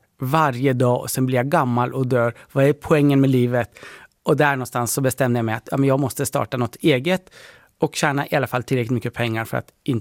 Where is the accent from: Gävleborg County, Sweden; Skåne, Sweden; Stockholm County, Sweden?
Gävleborg County, Sweden; Gävle; born there; Swedish is a second language; also born or lived in Iran; Jag kom som flykting från Iran till Sverige när jag var 10 år. Och bodde i Gävle.